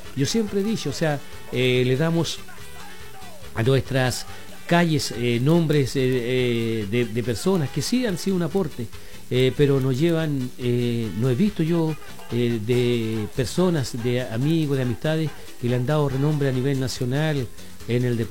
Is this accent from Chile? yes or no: yes; Chile